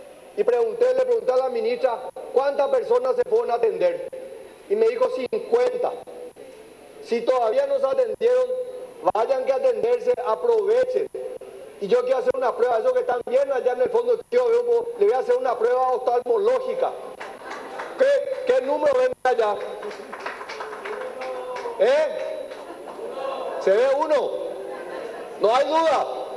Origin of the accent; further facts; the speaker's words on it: Paraguay; mi querido Ariel, que como paraguayo, como colorado, te agradezco de corazón